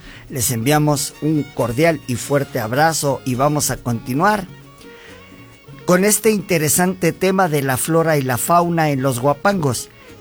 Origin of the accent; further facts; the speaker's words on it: Hidalgo, Mexico; de son de mi tierra hidalguense